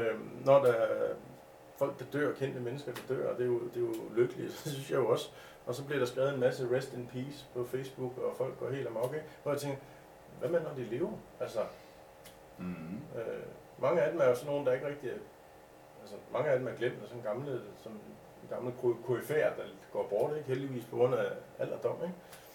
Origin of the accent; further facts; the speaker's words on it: Jebjerg, Central Denmark Region, Denmark; born there; Jeg er født i Jebjerg på et alderdomshjem.